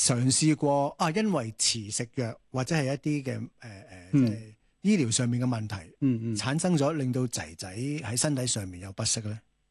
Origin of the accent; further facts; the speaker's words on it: Hong Kong; 你知道我哋香港人㗎啦，翻工哇嗱嗱臨啦